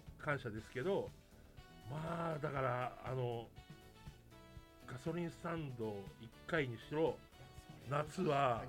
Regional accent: Kansai, Japan; accent: Kansai dialect; たまにそれこそ関西弁が出ちゃって

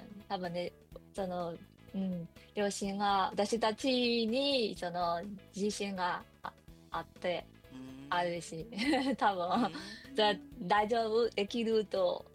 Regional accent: Myanmar; Japanese is a second language; moved away as an adult; now in Osaka, Japan

